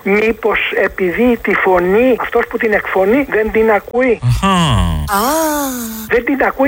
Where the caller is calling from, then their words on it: Ionian Islands, Greece; Είμαι από το Παλαβονίσι.